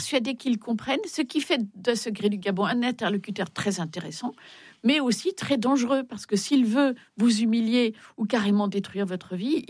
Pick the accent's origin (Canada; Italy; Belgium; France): Belgium; Je suis belge.